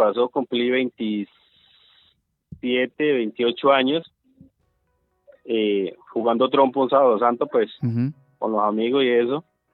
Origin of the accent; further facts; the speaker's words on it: Puerto Rondón, Arauca, Colombia; now in Arauca, Colombia; soy del departamento de Arauca, nací en un municipio de nuestro departamento, en Puerto Rondón, Arauca.